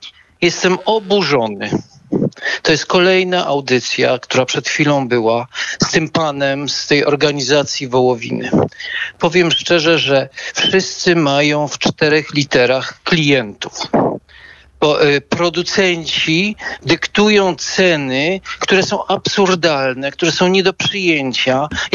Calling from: Lesser Poland, Poland; Kłaniam się. Ja z Małopolski dzwonię.

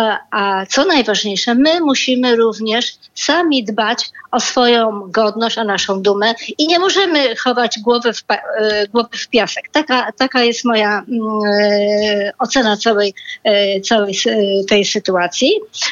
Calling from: Łódź, Łódź Voivodeship, Poland; ja dzwonię z Łodzi

